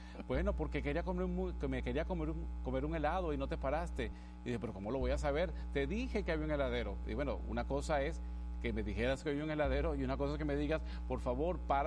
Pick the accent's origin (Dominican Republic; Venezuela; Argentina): Venezuela; first language Spanish; yo soy de Venezuela, y tenemos el mismo idioma español, pero tenemos diferentes expresiones